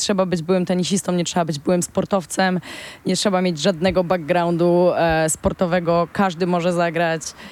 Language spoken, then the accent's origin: Polish; Piotrków Trybunalski, Łódź Voivodeship, Poland; jestem z Piotrkowa Trybunalskiego, z takiego naszego zagłębia tenisowego łódzkiego.